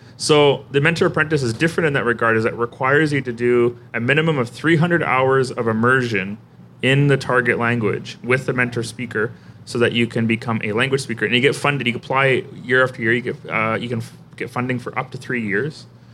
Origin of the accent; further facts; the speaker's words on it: North Vancouver, British Columbia, Canada; now in Vancouver, Canada; but I'm also Kwakwakiwak on my two of my granny's side through my mother. But I grew up in North Vancouver in Squamish Nation communities.